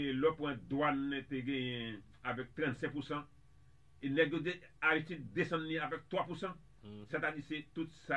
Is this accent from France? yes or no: no; Haiti; Je suis un haïtien